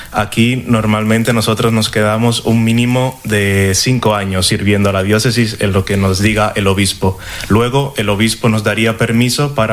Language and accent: Spanish; Santo Domingo, Dominican Republic; moved away as an adult; now in Oviedo, Spain; Yo soy de la República Dominicana, de Santo Domingo, y fui sorteado para el seminario de Oviedo, aquí en Mieres.